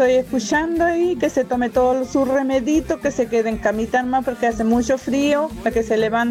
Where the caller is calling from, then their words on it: Las Toscas, Chile; Yo no vivo en Las Cruces, vivo en Las Toscas.